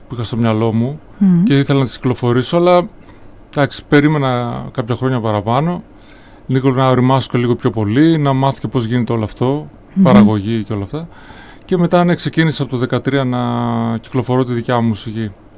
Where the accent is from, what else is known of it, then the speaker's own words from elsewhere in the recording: Giannitsa, Central Macedonia, Greece; moved away; Μεγάλωσα στα Γιαννιτσά και το πατρικό μου βρίσκεται πολύ κοντά στη φιλαρμονική του Δήμου Γιαννιτσών.